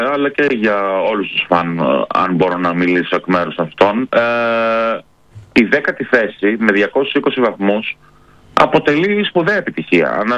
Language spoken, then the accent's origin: Greek; Greece; αυτό κάνουμε ως Έλληνες.